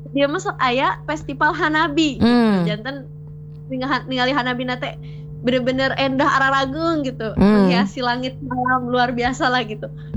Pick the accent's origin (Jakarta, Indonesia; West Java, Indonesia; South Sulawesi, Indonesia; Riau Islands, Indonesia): West Java, Indonesia; Sumur Tilu; Rindu rumah, rindu teman-teman, rindu keluarga, rindu suasana desa, suasana kampung saya Sumur Tilu itu kelihat gitu